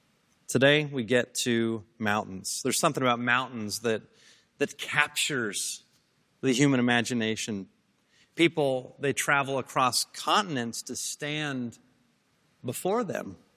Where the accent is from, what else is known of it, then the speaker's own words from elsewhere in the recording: Pasadena, California, United States; I grew up in Pasadena.